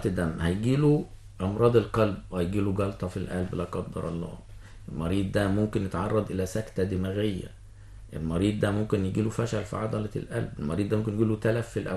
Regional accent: Egypt; احنا في مصر

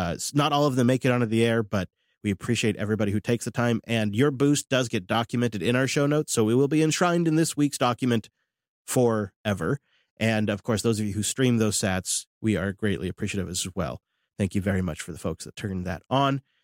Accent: Malaysia; English is a second language; now in Germany; My home country is Malaysia, but I've moved to Germany to pursue my studies.

